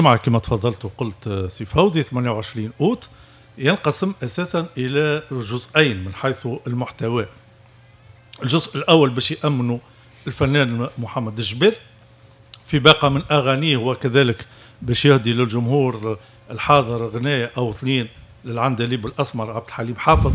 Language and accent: Arabic; Tunisia; لقينا التجاوب بلدي تونس